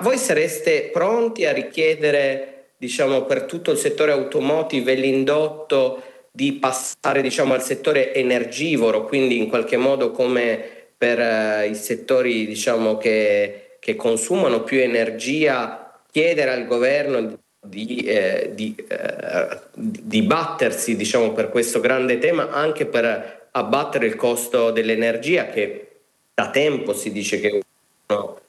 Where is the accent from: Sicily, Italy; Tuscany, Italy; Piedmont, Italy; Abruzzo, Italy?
Piedmont, Italy; Turin; vengo da Torino, come Tino Magni